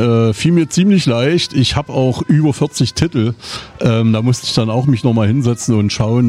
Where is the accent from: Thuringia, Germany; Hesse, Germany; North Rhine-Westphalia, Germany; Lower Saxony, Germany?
Thuringia, Germany; Eisenach; ich komme aus Eisenach